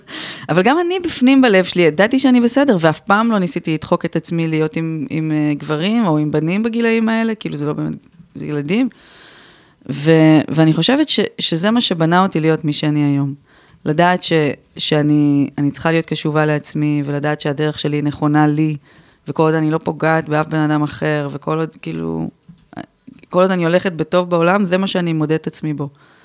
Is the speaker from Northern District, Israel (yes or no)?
no; Beersheba, Southern District, Israel; ותמיד בעצם התחושה כבאר שבעית כאילו הייתה שאנחנו לא שייכות למרחב הזה. כאילו שהאנשים שלי הם בתל אביב.